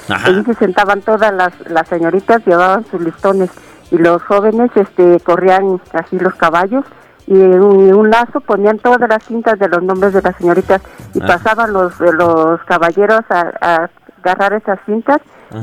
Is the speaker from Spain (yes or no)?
no; Oaxaca, Mexico; moved away; yo soy de Oaxaca